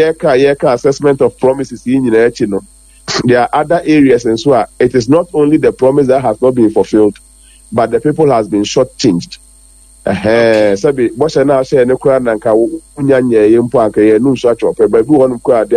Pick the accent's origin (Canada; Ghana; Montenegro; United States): Ghana; I can applaud the NDC for the done part. In progress, ne diye, I am a Ghanaian, I would hasten slowly.